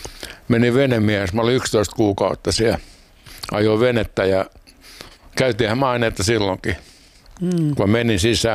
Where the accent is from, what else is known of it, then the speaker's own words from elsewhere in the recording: Helsinki, Uusimaa, Finland; born there; Joo, mä oon syntynyt Helsingissä.